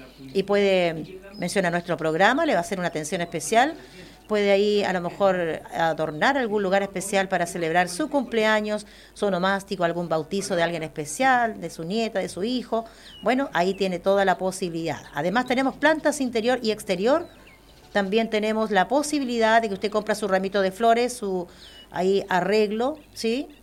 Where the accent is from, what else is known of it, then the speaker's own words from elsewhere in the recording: Chile; Así somos los chilenos.